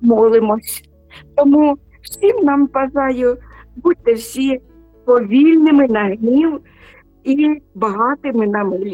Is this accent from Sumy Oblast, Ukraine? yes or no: yes; Sumy, Sumy Oblast, Ukraine; born or raised there